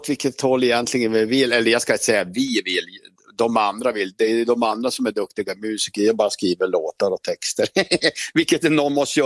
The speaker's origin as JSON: {"language": "Swedish", "town": "Piteå", "region": "Norrbotten County", "country": "Sweden", "said": "Jag kommer ju från Piteå"}